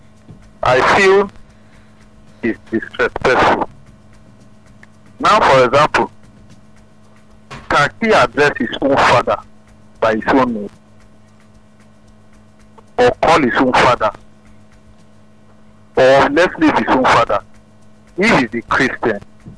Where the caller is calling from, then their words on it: Zambia; I'm calling from Zambia.